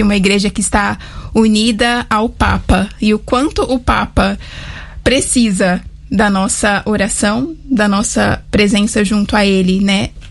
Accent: Paranaíba, Mato Grosso do Sul, Brazil; now in Rome, Italy; um lugar acolhedor do Mato Grosso do Sul, do coração, né, do país, do Centro-Oeste. Eu venho de Paranaíba, no Mato Grosso do Sul.

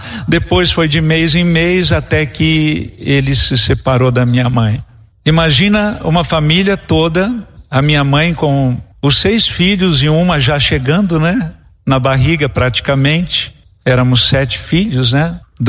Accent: Registro, São Paulo, Brazil; depois sendo tratorista na prefeitura lá de Registro, Baixada Santista, onde eu nasci. Uma família muito humilde.

